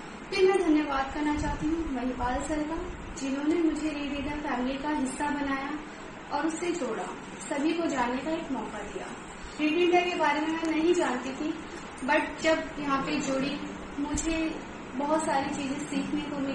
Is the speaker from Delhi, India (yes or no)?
yes; Delhi, India; नमस्कार दोस्तों … और मैं दिल्ली से हूँ।